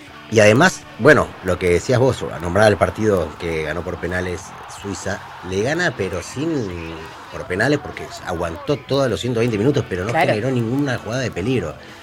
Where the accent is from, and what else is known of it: Argentina